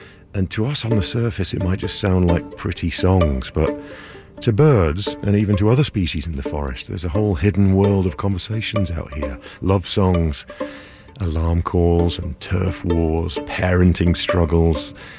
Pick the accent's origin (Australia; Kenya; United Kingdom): United Kingdom; England; now in United States; When I was 8, growing up in England, I was already really into birds.